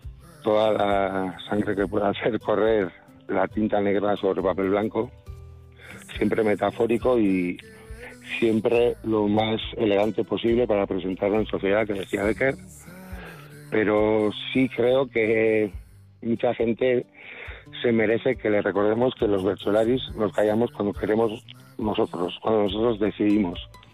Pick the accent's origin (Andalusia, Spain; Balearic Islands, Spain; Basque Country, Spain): Basque Country, Spain; also born or lived in Portugal; Yo me considero portugués, euskaldun